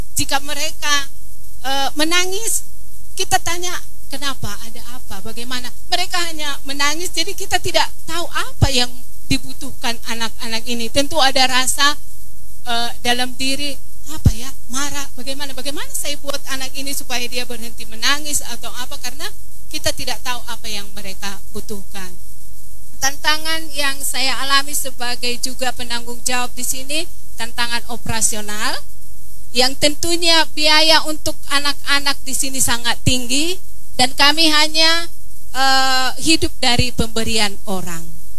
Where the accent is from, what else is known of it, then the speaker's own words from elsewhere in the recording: North Sumatra, Indonesia; Saya dari Sumatera, orang Batak.